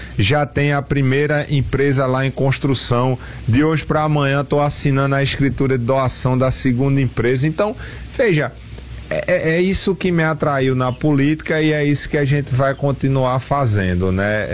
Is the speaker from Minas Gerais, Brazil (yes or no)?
no; Aliança, Pernambuco, Brazil; eu sou natural, né, de Aliança.